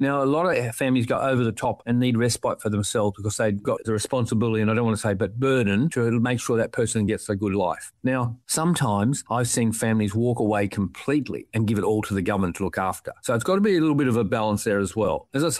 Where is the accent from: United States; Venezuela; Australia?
Australia; I'm Australian as they come